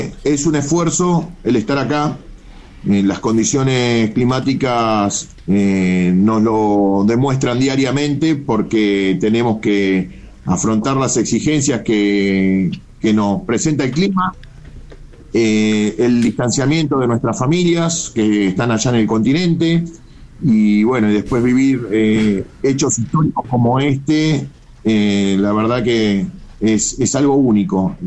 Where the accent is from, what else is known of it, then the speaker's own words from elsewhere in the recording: Argentina; now in Esperanza Base, Antarctica; te sentís muchísimo más argentino